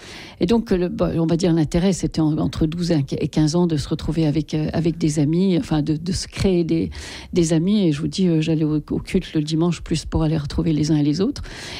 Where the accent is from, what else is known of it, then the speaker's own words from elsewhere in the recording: eastern France, France; Je suis née et j'ai grandi dans l'est de la France, mais mon père était juif pied noir d'Algérie.